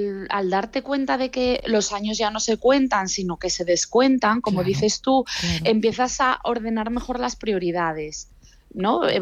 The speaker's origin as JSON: {"language": "Spanish", "region": "Asturias", "country": "Spain", "moved": "yes", "lives_now": "Madrid, Spain", "said": "nosotros vivimos en Madrid, pero vamos muchísimo a Asturias porque los dos somos asturianos."}